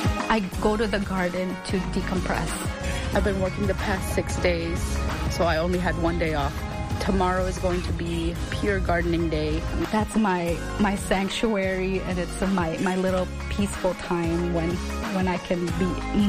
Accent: Philippines; And being a woman, being a Filipino woman, invited to be on a show like this, I just wanted to show people that everything is possible.

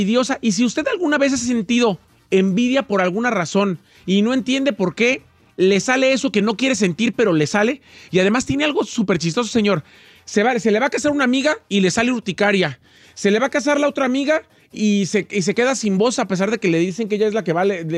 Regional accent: Mexico

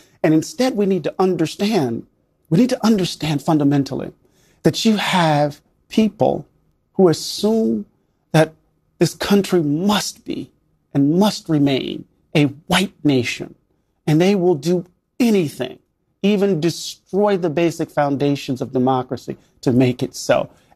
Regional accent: Moss Point, Mississippi, United States; I'm from Mississippi.

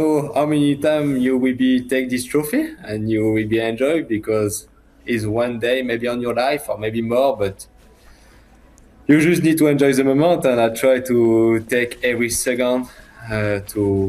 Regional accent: France; I'm from Europe, from France

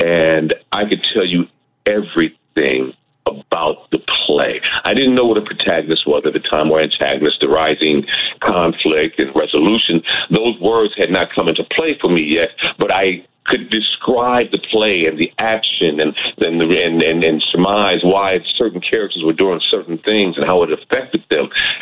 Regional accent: Detroit, Michigan, United States; born and raised in Detroit

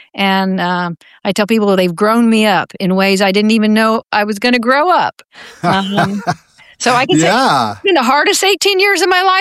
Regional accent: Oklahoma, United States; moved away; also born or lived in North Texas; I grew up in the Disciples of Christ Church in Oklahoma, mostly, a little bit in North Texas, where my family's been for generations. And so I grew up in a very progressive but deeply religious household.

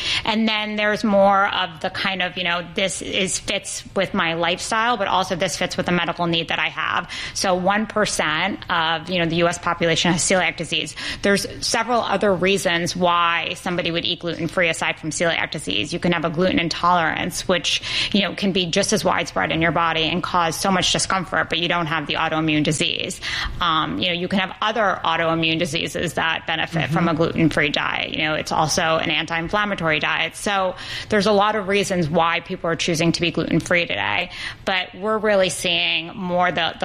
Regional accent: New York City, New York, United States; born or raised there

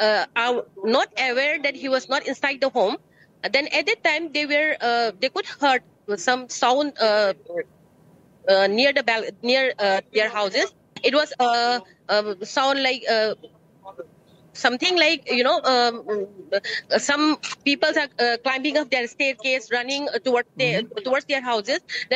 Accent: India; But, sir, you are an Indian. I'm also an Indian, as much as you are an Indian, sir.

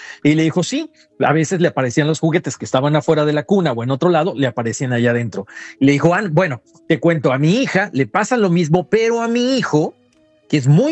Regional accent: Oaxaca, Mexico; esto sucedió también en Oaxaca, porque bueno, como saben, yo soy de Oaxaca.

